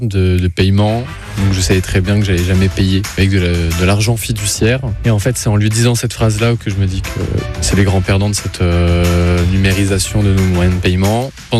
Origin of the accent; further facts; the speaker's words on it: Lille, Hauts-de-France, France; j'ai 23 ans et je suis Lillois.